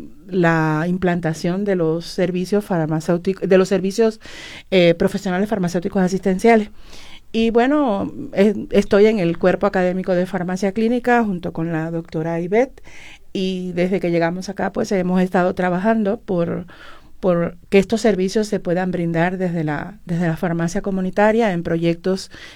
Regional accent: Cuba; moved away as an adult; now in Hidalgo, Mexico; aquí en México, en la Universidad Autónoma del Estado de Hidalgo, desde que llegué, ya venía desde mi país de origen

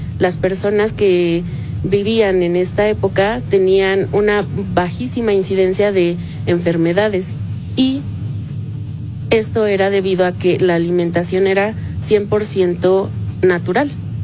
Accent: Mexico; Nosotros como mexicanos

